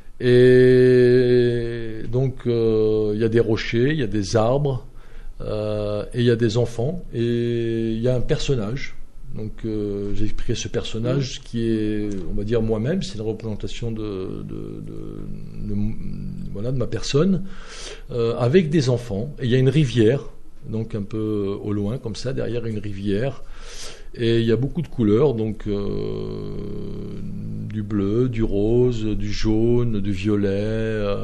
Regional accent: France; born there; Moi, je ne viens pas d'Algérie, je suis né en France, mais j'ai repris contact avec ma famille là-bas.

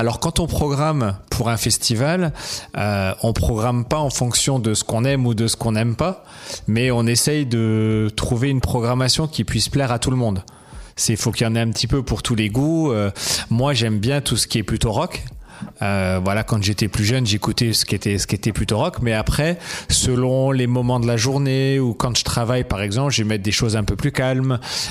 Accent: Grand Est, France; moved away as an adult; also born or lived in Forbach / Nancy; now in Troyes, France; Alors moi je suis mosellan d'origine, je suis né à Forbach en Moselle, qui est près de Metz, et j'ai grandi juste à côté, pas très loin de la frontière allemande, en Moselle. Et ensuite, pour les études, je suis parti à Nancy, et après, au fur et à mesure du temps, je suis toujours resté un petit peu dans la région Grand Est.

